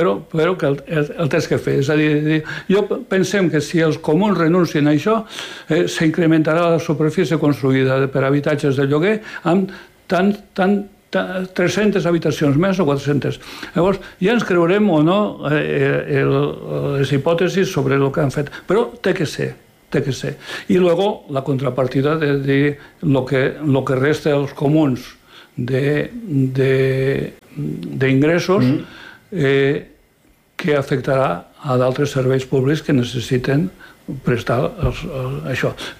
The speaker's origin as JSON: {"language": "Catalan", "country": "Andorra"}